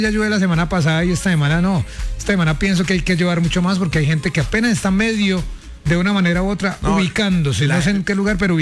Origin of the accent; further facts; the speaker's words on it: Colombia; now in Cali, Colombia; como buenos colombianos, como sí, porque no hay que decirlo, como buenos caleños